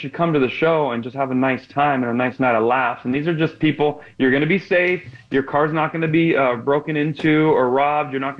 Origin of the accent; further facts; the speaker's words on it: Reno, Nevada, United States; Now, I don't look traditionally like any minority, but my father's from Iran. So I would say, are you kidding me? I'm the most famous half Persian, half Scottish comedian from Reno, Nevada in the world.